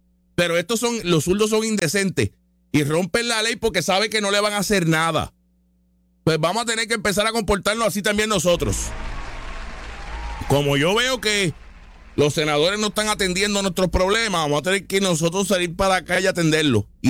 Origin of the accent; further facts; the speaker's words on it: Puerto Rico; Yo soy puertorriqueño americano, moderno, de ahora.